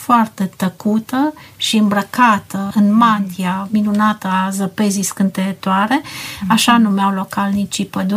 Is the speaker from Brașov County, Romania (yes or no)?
no; Vatra Dornei, Suceava County, Romania; born there; moved away; Eram plecată din Vata Dornei de mulți ani și mi-era dor.